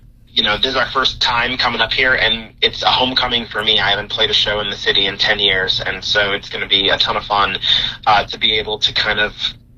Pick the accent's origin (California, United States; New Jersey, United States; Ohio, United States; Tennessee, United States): Ohio, United States; Lakewood; moved away as an adult; now in Northern Virginia, United States; me being from Cleveland, like, I grew up in Lakewood, went to Lakewood High School, went to Case.